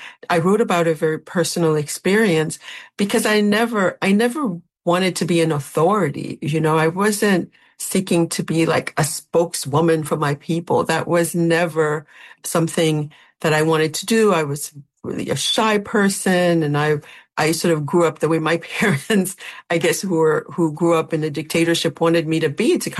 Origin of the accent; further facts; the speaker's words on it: Brooklyn, New York, United States; I wrote about my family in Brooklyn, about being Haitian American in New York for that newspaper.